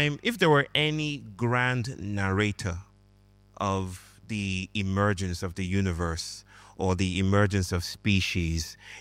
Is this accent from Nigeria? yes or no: yes; Nigeria; I grew up in Nigeria, and we had songs that basically came down to the idea that time is money, right?